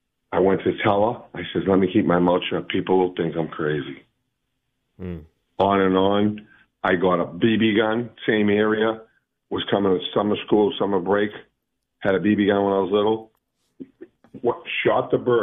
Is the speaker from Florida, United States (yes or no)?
yes; Punta Gorda, Florida, United States; I'm from Punta Gorda, Florida.